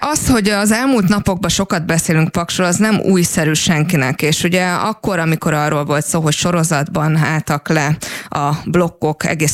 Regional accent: Paks, Tolna, Hungary; Én paksiként azt vallom

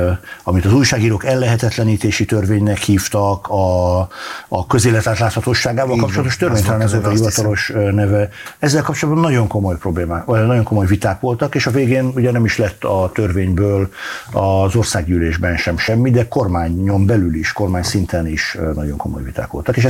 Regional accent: Veszprém, Veszprém County, Hungary; szülővárosom révén a Pannon Egyetem vagyona gyarapodott.

